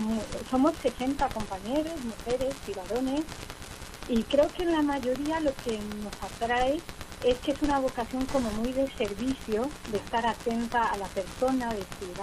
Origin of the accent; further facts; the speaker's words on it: Cusco, Peru; born there; tengo 29 años, nací en Cusco, Perú, aunque soy de familia argentina, pero mis papás son misioneros y se fueron a ayudar allí a Cusco, a las misiones, y bueno, yo nací allí.